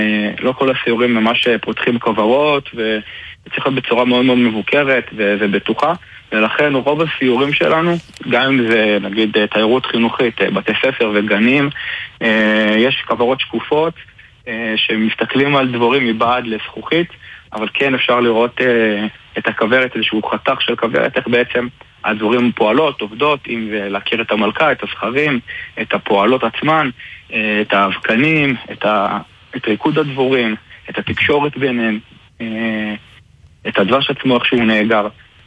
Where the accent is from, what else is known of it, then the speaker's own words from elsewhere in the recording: Beit Horon, West Bank, Palestine; אני גר בבית חורון. נולדתי פה, גדלתי פה, אני עדיין נמצא בבית חורון, מי שלא מכיר במועצה אזורית מטה בנימין.